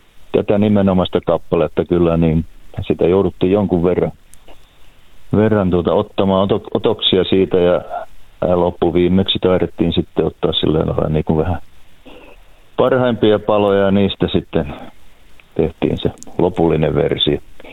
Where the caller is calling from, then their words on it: Jyväskylä, Central Finland, Finland; minä olen Jyväskylästä.